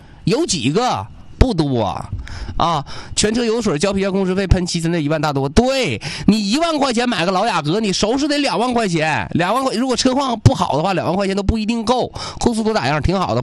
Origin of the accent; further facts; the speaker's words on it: China; 这个作为中国人学英语，我越来越喜欢汉语了